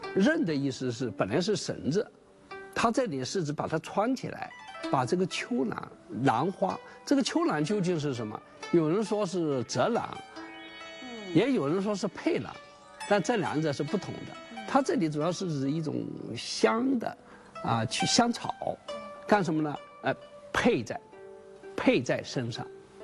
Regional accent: China; 这是我们中国人的一种智慧

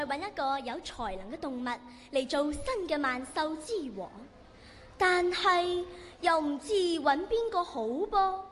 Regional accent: Guangzhou, Guangdong, China; 自己又是一个土生土长的广州人，家人都很支持我，说去试一下啦，讲一下粤语的故事都挺得意的

